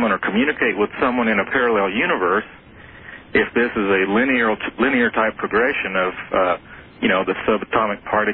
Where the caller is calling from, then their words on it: Wichita, Kansas, United States; Calling from Wichita, Kansas.